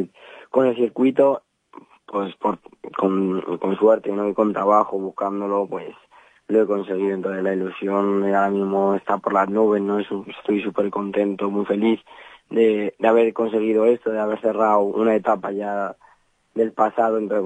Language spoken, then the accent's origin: Spanish; Madrid, Community of Madrid, Spain; born there; yo nací en Madrid, pero obviamente después mis padres son de Burgondo, entonces bueno, yo pasaba aquí todos los inviernos, todos los veranos, muchísimos fines de semana, Semana Santa